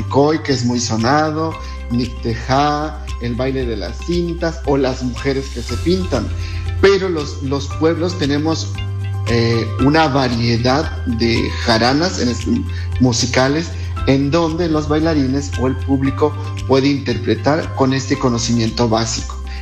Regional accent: Santa Teresa, Yucatán, Mexico; soy originario de Santa Teresa, Coahuila, una comunidad, municipio de Mexicanú, obviamente del estado de Yucatán.

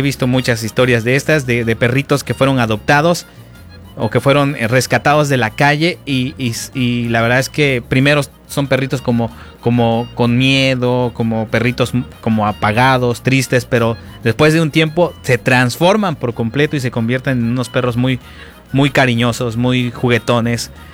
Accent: Mexico; moved away; yo allá en el rancho, cuando era niño y vivía en el Gosco

